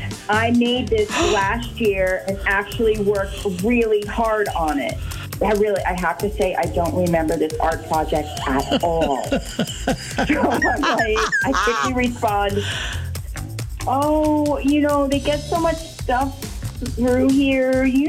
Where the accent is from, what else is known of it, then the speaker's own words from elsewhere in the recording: Sun Prairie, Wisconsin, United States; I'm from Sun Prairie.